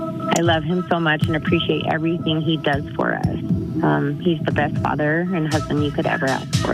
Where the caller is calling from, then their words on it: West Jordan, Utah, United States; I'm calling from West Jordan, Utah.